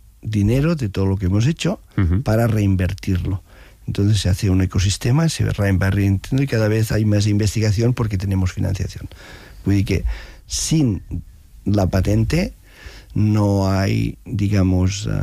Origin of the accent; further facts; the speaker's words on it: Arenys de Mar, Catalonia, Spain; que soy de Arenys de Mar.